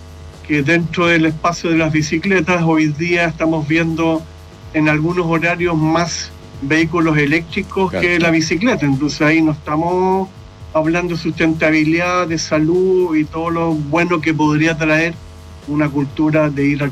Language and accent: Spanish; Valparaíso, Chile; born there; Sí, bueno, no soy, yo soy nacido en Valparaíso. Mi padre era de origen alemán.